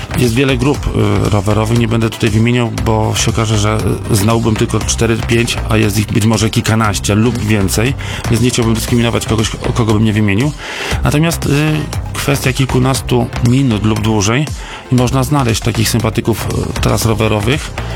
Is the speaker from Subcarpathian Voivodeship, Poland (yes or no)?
yes; Rzeszów, Subcarpathian Voivodeship, Poland; W 99 roku nad Morzem Bałtyckim, zapytany przez turystów z innych namiotów skąd jestem, powiedziałem Rzeszowa.